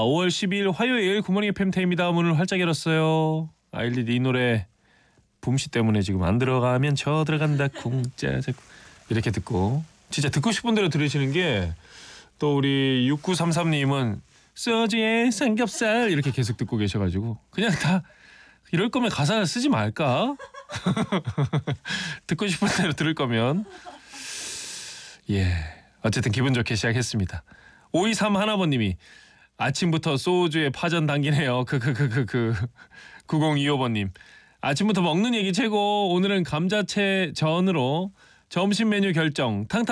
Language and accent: Korean; Ulsan, South Korea; moved away; 경주는 또 제가 울산 고향이라 소풍 갈 때마다 이제 봤던 곳이기도 하고 지금 저희 부모님이 또 계시는 곳이라